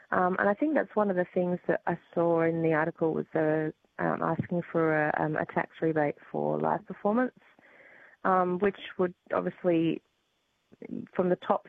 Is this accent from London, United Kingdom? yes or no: yes; London, United Kingdom; And to be fair, I mean, I grew up living in London as well. I used to go to all the West End shows.